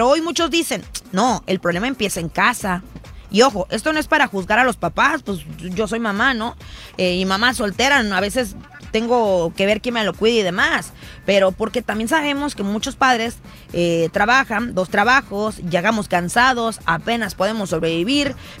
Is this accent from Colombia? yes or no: no; Mexico; now in United States; En México, por ejemplo, a lo mejor, pues yo crecí en México, mi hijo está creciendo en este país